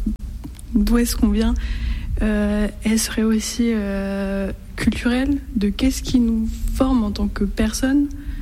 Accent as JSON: {"language": "French", "town": "Colmar", "region": "Grand Est", "country": "France", "tie": "born there", "said": "L'origine la plus, ce serait le ventre de ma mère, mais le vrai espace terrestre où je suis arrivée, c'est la ville de Colmar."}